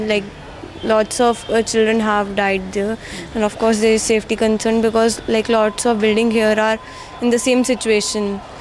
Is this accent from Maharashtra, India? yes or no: no; Chandigarh, India; I'm from Chandigarh.